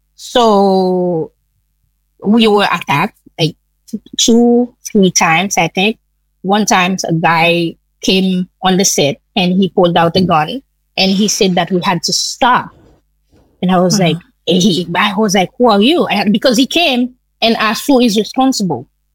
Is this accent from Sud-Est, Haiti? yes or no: yes; Jacmel, Sud-Est, Haiti; moved away as an adult; also born or lived in London; now in Puerto Rico; the road leading to Jacmel, my hometown